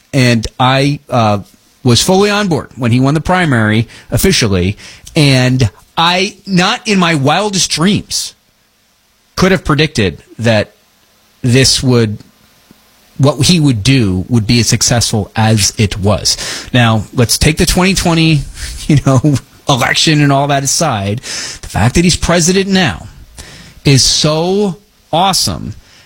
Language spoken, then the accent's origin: English; East Coast, United States; I grew up on the East Coast.